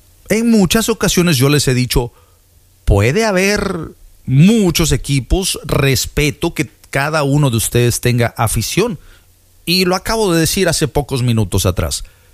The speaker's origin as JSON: {"language": "Spanish", "country": "Mexico", "said": "puedo hablar por un servidor, que soy mexicano."}